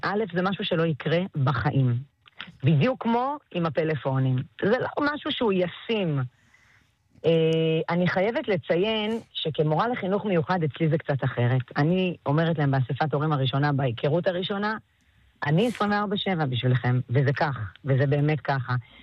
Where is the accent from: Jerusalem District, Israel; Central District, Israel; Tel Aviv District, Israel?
Jerusalem District, Israel; Jerusalem; born there; אני ירושלמית במקור, נולדתי ברמות.